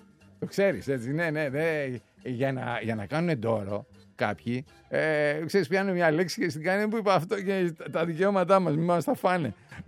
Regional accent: Piraeus, Attica, Greece; born or raised there

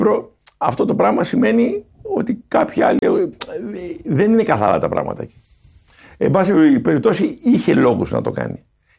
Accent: Iraklia, South Aegean, Greece; Δηλαδή στο νησί μου, στην Ηρακλιά

